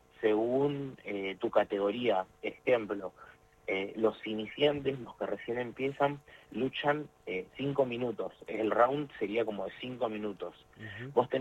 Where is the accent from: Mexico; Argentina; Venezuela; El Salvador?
Argentina; me preguntan de dónde soy y les digo que soy argentino, automáticamente piensan que soy de Buenos Aires.